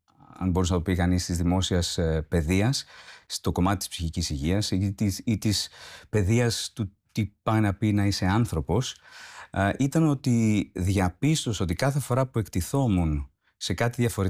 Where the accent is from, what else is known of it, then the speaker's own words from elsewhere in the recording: Archangelos, South Aegean, Greece; έχω την τύχη να κατάγομαι από τον Αρχάγγελο Ρόδου που είναι ένα μεγάλο χωριό, το μεγαλύτερο της Δωδεκανήσου